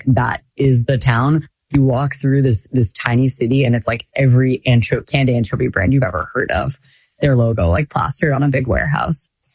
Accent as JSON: {"language": "English", "region": "New Hampshire", "country": "United States", "said": "So I'm from New Hampshire originally."}